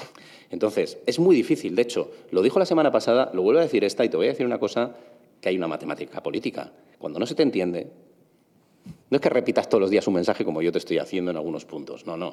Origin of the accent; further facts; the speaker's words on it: San Sebastián, Basque Country, Spain; born there; desde que yo nací en Donosti